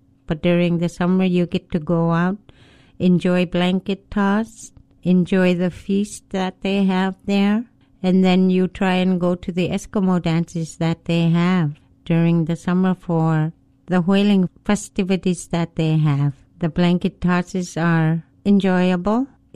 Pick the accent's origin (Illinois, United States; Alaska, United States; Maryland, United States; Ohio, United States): Alaska, United States; Barrow; I'm originally from Barrow, Alaska.